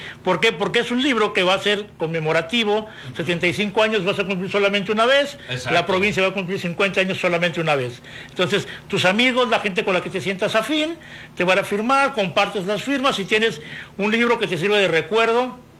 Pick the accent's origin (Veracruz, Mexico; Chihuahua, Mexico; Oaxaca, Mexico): Veracruz, Mexico; yo siendo veracruzano, siendo parte del Grupo 1